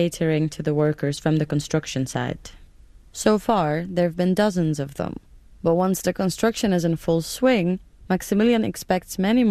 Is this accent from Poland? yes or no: yes; Poland; a journalist born and raised in Poland